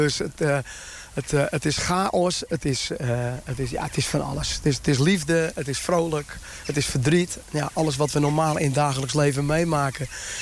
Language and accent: Dutch; Westzaan, North Holland, Netherlands; born there; We staan tussen de rietkragen in het prachtige Westzaan. Noord-Hollandse Westzaan. Ja, een beetje op mijn geboortegrond.